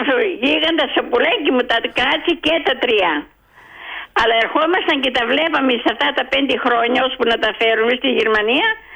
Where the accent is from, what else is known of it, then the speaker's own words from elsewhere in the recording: Greece; moved away as an adult; also born or lived in Germany; Και το χωριό μου δεν το ξέχασα